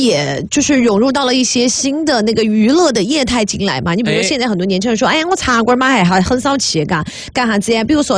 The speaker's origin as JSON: {"language": "Chinese", "town": "Neijiang", "region": "Sichuan", "country": "China", "said": "欢迎大家回到我们的家乡内江来哈。"}